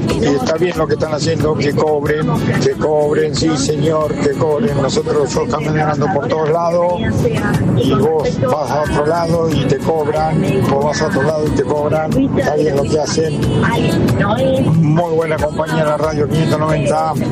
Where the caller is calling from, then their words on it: Nueve de Julio, Buenos Aires Province, Argentina; de 9 de julio, camionero